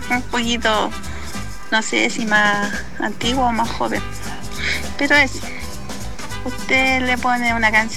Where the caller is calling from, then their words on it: Graneros, O'Higgins, Chile